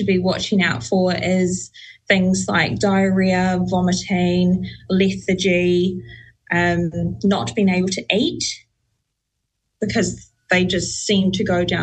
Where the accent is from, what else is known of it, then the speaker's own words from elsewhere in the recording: Auckland, New Zealand; also born or lived in Papatoetoe / Otara; I hail from Manurewa, Papatoi, Otara, and my tribal area is Omao Bay.